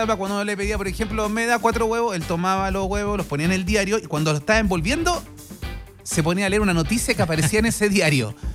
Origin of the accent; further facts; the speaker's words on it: Chile; cuando somos chilenos